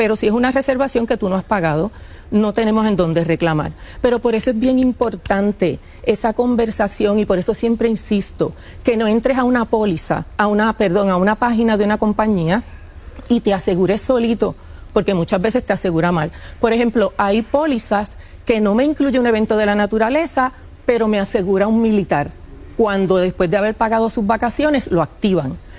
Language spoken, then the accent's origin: Spanish; Puerto Rico; Tú sabes cómo somos los puertorriqueños, Silvia.